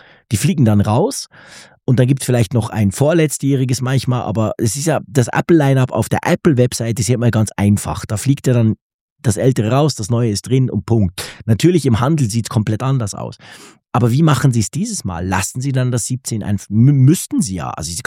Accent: Switzerland; ein iPhone 17, für eben unter 1000, deutlich unter 1000 bei uns in der Schweiz.

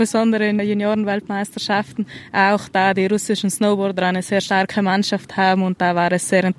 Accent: Trentino-Alto Adige, Italy; wir sind hier in den Bergen aufgewachsen. Hier liegt immer viel Schnee.

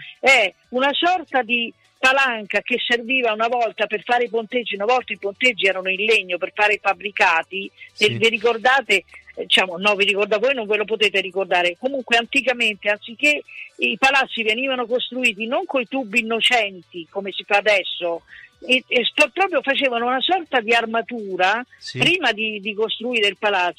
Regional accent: Rome, Lazio, Italy; Io sono romana, ma i genitori miei sono marchigiani.

